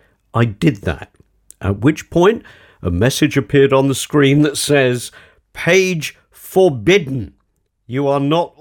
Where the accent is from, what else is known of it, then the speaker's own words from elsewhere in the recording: United Kingdom; I am currently alive, I'm confirmed British